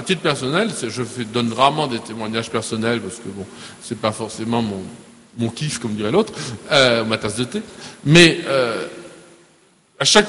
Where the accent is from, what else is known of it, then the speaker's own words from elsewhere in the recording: Martinique; Je suis un Martiniquais, je suis librement un Martiniquais.